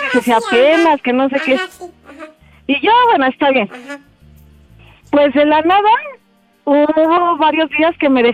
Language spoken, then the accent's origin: Spanish; Cuernavaca, Morelos, Mexico; Tengo 30 años, soy de Cuernavaca.